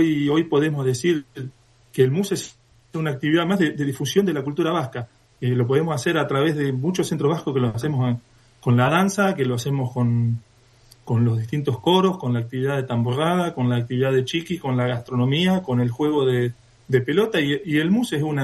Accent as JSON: {"language": "Spanish", "town": "Saladillo", "region": "Buenos Aires Province", "country": "Argentina", "tie": "born or raised there", "also_born_or_lived": "La Plata", "moved": "yes", "lives_now": "Pergamino, Argentina", "said": "yo soy oriundo de mi tierra natal, estoy aquí en Saladillo, en la casa de mis padres."}